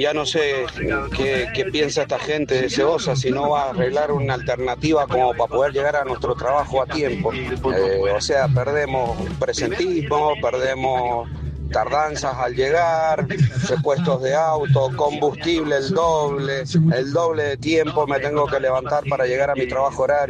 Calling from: Palmira, Mendoza, Argentina; Hola, buen día. … de Palmira.

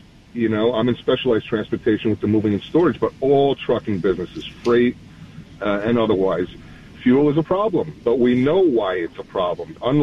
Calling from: New York, United States; John, I'm a New Yorker like you

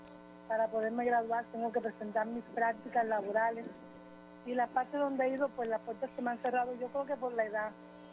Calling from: Sincelejo, Sucre, Colombia; Estoy llamando desde Sincelejo, Sucre

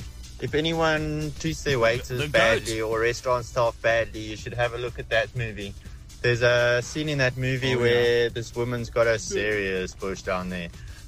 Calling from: Cape Town, Western Cape, South Africa; from Cape Town.

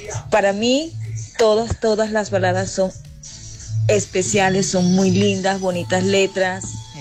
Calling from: Don Matías, Antioquia, Colombia; Bueno, le habla … de aquí de Don Matías.

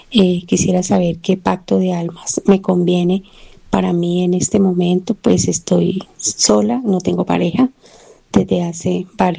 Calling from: Bogotá, Colombia; Llamo desde Bogotá.

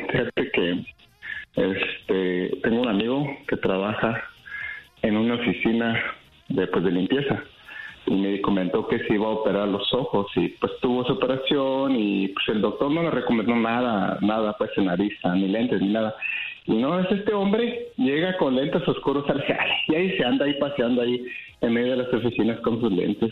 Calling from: Salinas, California, United States; de la bonita ciudad de Salinas, California.

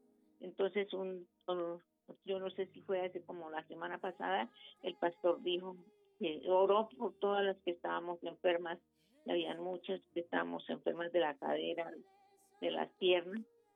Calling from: Bogotá, Bogotá D.C., Colombia; Aquí en Bogotá, en Bogotá.

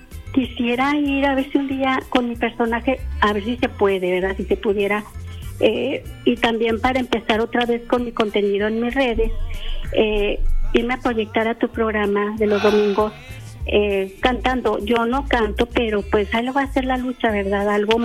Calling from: Guadalupe, Nuevo León, Mexico; yo soy de Guadalupe.

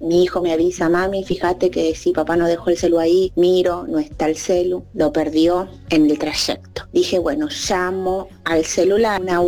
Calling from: Glew, Buenos Aires Province, Argentina

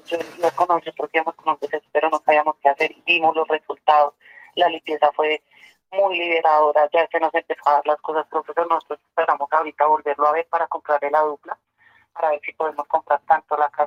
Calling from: Pasca, Cundinamarca, Colombia; Yo estoy llamando de acá de Pasca, Cundinamarca.

